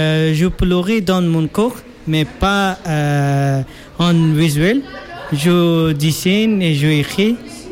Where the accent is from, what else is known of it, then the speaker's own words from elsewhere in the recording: Afghanistan; French is a second language; moved away as an adult; now in France; je viens d'Afghanistan. Et quand j'étais en Afghanistan